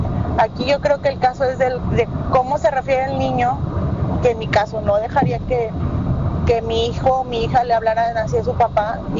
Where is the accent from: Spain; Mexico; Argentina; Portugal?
Mexico; northern Mexico; También los del norte hablamos muy fuerte y vas a otro estado y te dicen, ay, estás gritando, o sea, pero pues no es grita, no estás enojado, es que así se habla aquí en el norte.